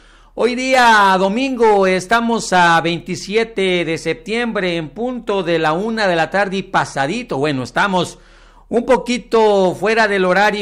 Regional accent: Mexico

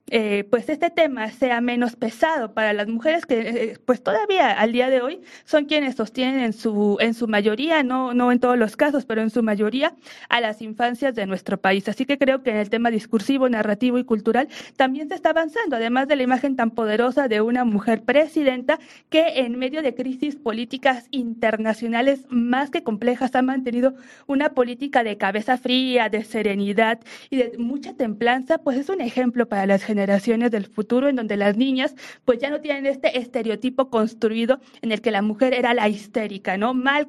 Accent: Mexico

